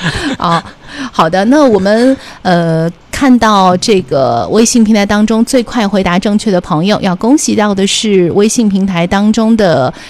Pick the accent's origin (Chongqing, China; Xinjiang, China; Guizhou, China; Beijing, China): Xinjiang, China; 我呢就是土生土长的新疆人